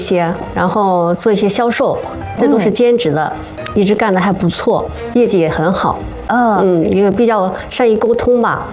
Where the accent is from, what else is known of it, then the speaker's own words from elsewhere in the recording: Shijiazhuang, Hebei, China; 我是石家庄人。